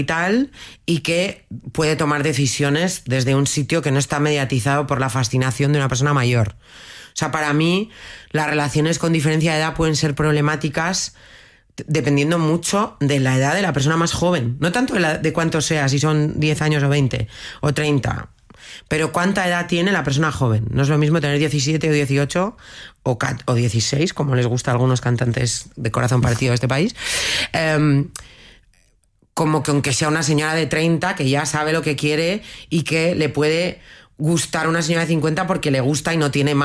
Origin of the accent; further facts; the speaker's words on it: Basque Country, Spain; Y en esto igual soy un poco vasca de siglo XX.